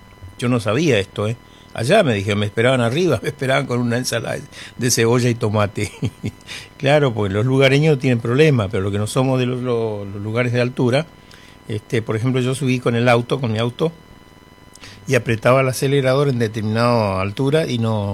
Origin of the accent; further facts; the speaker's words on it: Chaco, Argentina; born there; moved away; A mi gente del Chaco. En el lugar donde nací, residencia de la plaza, mi pueblo. Todos mis parientes que tenemos por allá, tengo por allá mis parientes.